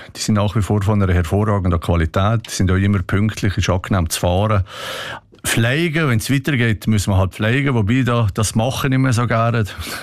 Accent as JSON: {"language": "German", "country": "Switzerland", "said": "Aber was sich natürlich ein bisschen geändert hat, dass als Schweizer ist man jetzt Bürger von einem nicht freundlichen Land."}